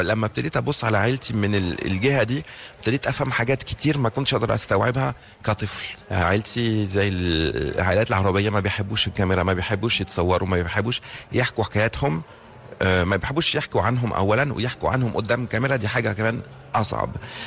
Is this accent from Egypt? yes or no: yes; Egypt; also born or lived in France; يعني أنا وأنا صغير لما كنت في فرنسا كنت بقول لا أنا مش فرنساوي أنا مصري، ولما كنت بروح مصر ما بقولش أنا مصري، كنت بقول أنا فرنساوي